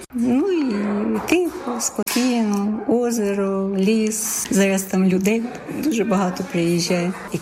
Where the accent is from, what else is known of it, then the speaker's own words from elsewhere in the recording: Kryvyi Rih, Dnipropetrovsk Oblast, Ukraine; Вона живе в Полтаві, я сама з Кривого Рога, це такі місця гучні нині.